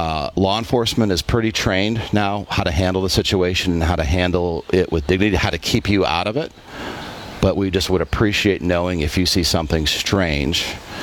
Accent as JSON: {"language": "English", "region": "Indiana", "country": "United States", "said": "I'm from Northwest Indiana."}